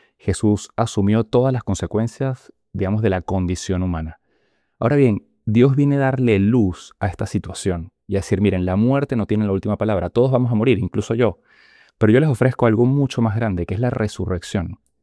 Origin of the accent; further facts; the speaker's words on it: Venezuela; Yo soy venezolano.